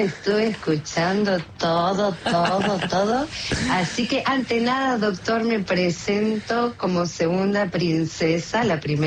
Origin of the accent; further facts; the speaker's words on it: Banfield, Buenos Aires Province, Argentina; now in San Vicente, Argentina; zona sur, yo me crié en Banfield.